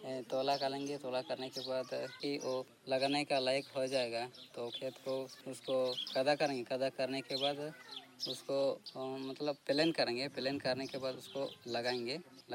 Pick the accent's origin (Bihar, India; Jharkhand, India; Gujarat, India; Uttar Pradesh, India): Jharkhand, India; Sini Siddhma; और हम सिनी सिद्धमा गांव से हैं और जिला है सरायकेला खरसवां।